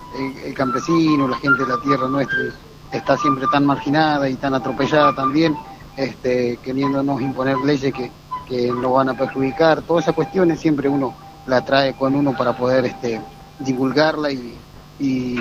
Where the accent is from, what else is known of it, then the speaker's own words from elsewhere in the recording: Río Negro, Argentina; ya mañana pego la vuelta para mi tierra. Así que agradecido a ustedes, agradecido a la gente de la línea sur, por supuesto, de mi meseta, que siempre nos están dando un apoyo, y yo contento de poder, de alguna manera, representar la tierra de donde vengo.